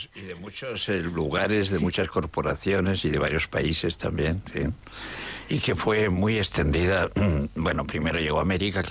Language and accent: Spanish; Zaragoza, Aragon, Spain; yo soy de allá, de Zaragoza